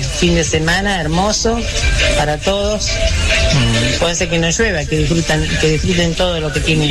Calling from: Quemú Quemú, La Pampa, Argentina; de Quemú, Quemú.

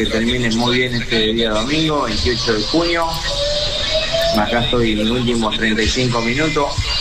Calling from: Rosario, Santa Fe, Argentina; acá en Rosario.

